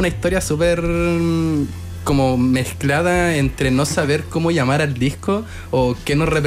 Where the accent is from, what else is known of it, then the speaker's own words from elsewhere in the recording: Alto Hospicio, Tarapacá, Chile; el vocalista, somos de Alto Hospicio.